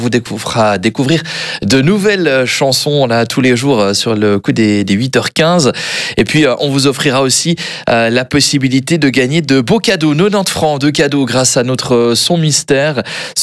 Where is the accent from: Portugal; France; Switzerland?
Switzerland; on est Suisse et on aime la précision.